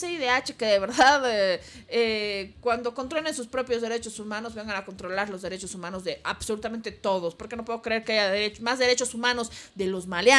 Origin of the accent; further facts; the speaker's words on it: Bolivia; Y los que no estamos de acuerdo con las movilizaciones, ¿no somos también bolivianos?